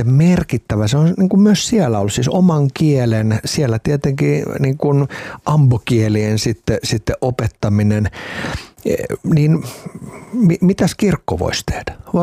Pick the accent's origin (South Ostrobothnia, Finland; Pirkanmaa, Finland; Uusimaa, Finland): Uusimaa, Finland; Helsinki; Itä-Helsingistä, mistä itse olen siis kotoisin